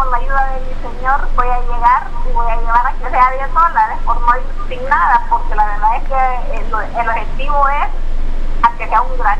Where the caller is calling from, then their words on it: San Miguel, El Salvador; Le hablo de acá, de San Miguel, Ruta Militar, Salida Santa Rosa, en Lima, Colonia Monterrato.